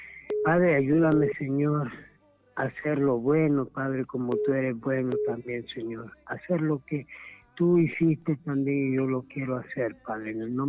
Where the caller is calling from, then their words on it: El Paraíso, Honduras; De aquí, de Manzaragua, departamento del Paraíso, Huinope, Luquita.